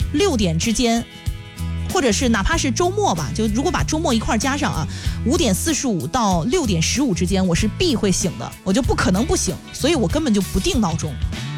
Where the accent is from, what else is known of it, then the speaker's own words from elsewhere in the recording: Xinxiang, Henan, China; now in Zhengzhou, China; 因为我老家是新乡的，我们还是跟郑州这边的饮食比较接近，早上一般是胡辣汤啊、豆腐脑啊这些多一点啊。